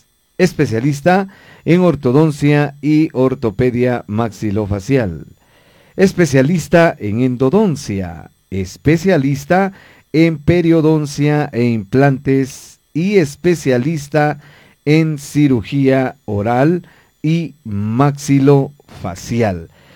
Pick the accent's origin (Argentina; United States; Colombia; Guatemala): Guatemala; el son que nos identifica como guatemaltecos, como chapines, ante otras latitudes.